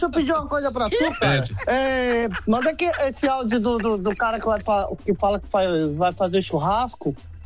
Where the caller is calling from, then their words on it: Pereira Barreto, São Paulo, Brazil; de Pereira Barreto.